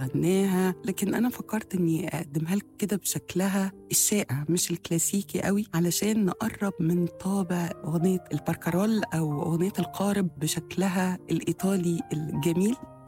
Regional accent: Egypt; فإحنا كمصريين

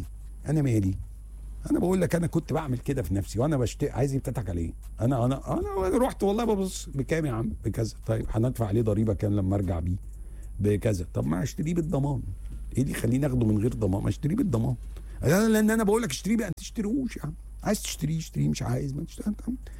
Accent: Egypt; وإحنا كمصريين

